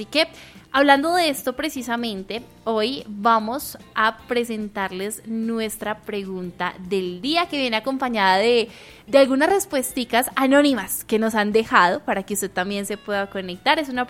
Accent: Colombia; hoy como colombianos

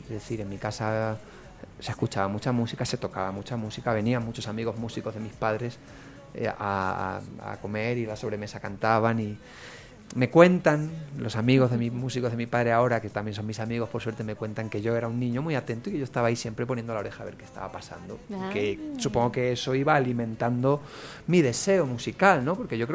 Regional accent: Colombia; Yo soy colombiano, parcero. Soy un poco parcero, pero rolo como tal, no, yo soy de todas partes. Yo soy paisa, yo soy rolo, yo soy costeño.

